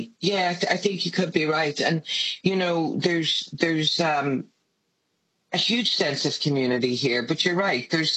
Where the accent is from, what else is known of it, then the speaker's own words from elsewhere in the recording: Northern Ireland, United Kingdom; We tend to not want to work at them the same way that maybe I grew up in Northern Ireland.